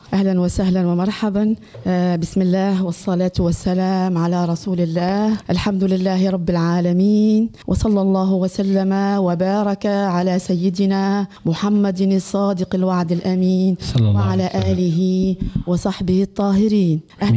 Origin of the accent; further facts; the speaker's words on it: Jemna, Kebili Governorate, Tunisia; moved away as an adult; now in Zaghouan Governorate, Tunisia; أنا من الجنوب، من ولاية قبلي، من منطقة جمنة تحديدا